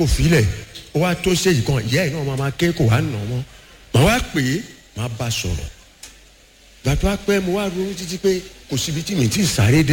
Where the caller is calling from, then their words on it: Ipaja, Lagos, Nigeria; mo wa lati Mosan Abidap ni Ipaja